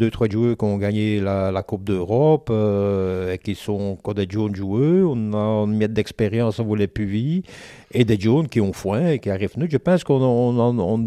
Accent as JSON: {"language": "French", "country": "Belgium", "said": "Mon papa qui est flamand, mon mère qui est wallonne, je suis belge à 2-5%."}